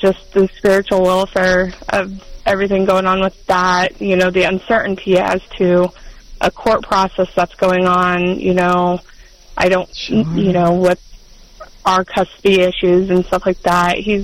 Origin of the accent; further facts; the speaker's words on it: Hastings, Nebraska, United States; But I'm from Hastings and Nebraska.